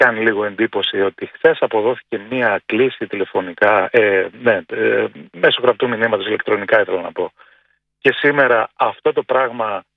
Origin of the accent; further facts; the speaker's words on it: Thessaloniki, Central Macedonia, Greece; Εγώ είμαι από τη Θεσσαλονίκη